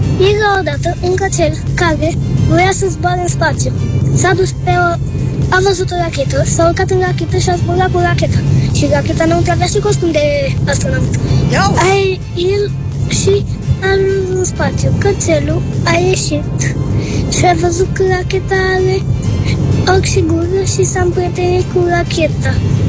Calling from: Iași, Iași County, Romania; din Iași, am 6 ani.

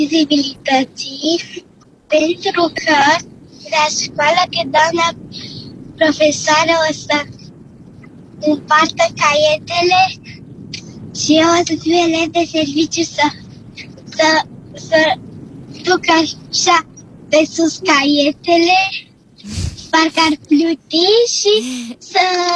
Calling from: Florești, Romania; din Florești, am 7 ani

